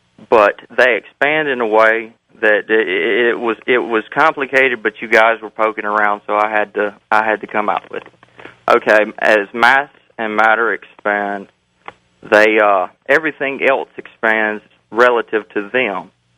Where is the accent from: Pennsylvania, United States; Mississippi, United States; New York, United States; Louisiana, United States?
Mississippi, United States; Moselle; Matter because … from Moselle, Mississippi.